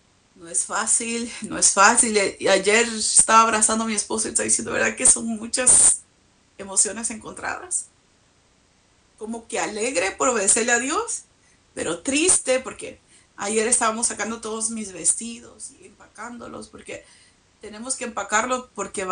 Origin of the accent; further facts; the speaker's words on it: Anaheim, California, United States; born there; now in Fresno, United States; yo crecí en Anaheim unos años, Anaheim, California. Pero aquí en Fresno llevo 21 años de mi vida viviendo en esta parte de California. 21 años.